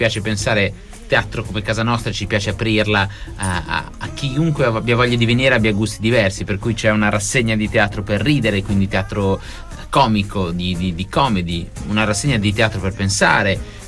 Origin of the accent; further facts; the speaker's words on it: Milan, Lombardy, Italy; E infine, e io lo dico da milanese, un teatro paraldialaz, spero di averlo detto